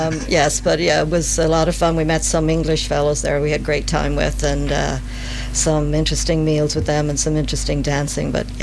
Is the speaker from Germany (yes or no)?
no; Ireland; Growing up in Ireland